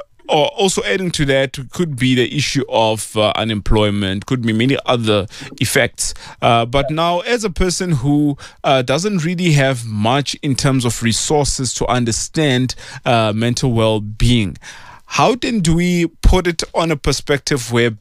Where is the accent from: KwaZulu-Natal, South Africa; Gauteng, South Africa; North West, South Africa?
Gauteng, South Africa; Pretoria; And now we are moving all the way to my hometown, Attridgeville, Pelly.